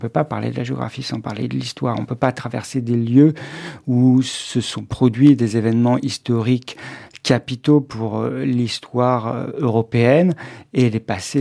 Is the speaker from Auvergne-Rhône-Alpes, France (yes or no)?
yes; Auvergne-Rhône-Alpes, France; j'ai grandi dans l'Isère, et de l'autre côté, c'était l'Ain.